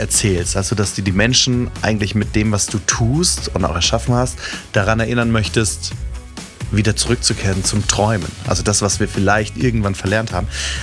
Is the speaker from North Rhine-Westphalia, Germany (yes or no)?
no; Worms, Rhineland-Palatinate, Germany; ich komme aus Worms, Nibelungenstadt.